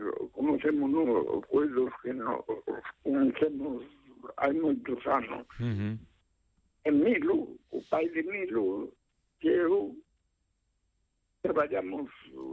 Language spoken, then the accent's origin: Galician; Galicia, Spain; Pero o orgullo é ser galego.